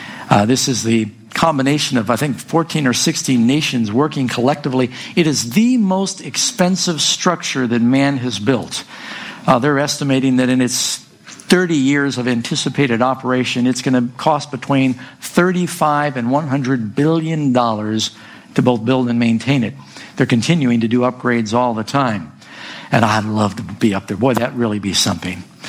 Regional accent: New York City, New York, United States; Because I grew up in New York City, big city.

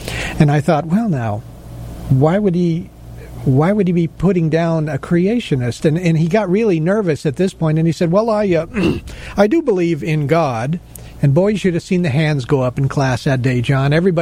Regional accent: Los Angeles, California, United States; But anyway, I was raised in Los Angeles and a very secular area of this world, you may know.

